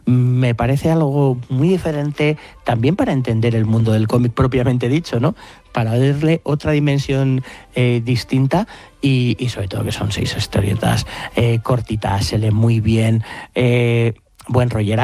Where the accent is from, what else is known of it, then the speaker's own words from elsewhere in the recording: Spain; además somos muy españoles, el humor negro nos encanta.